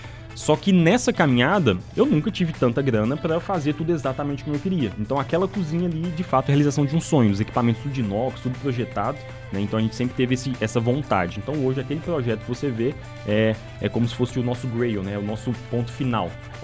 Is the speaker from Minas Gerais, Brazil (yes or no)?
yes; Mateus Leme, Minas Gerais, Brazil; nós somos aqui de Matheus Leme e somos gente da gente.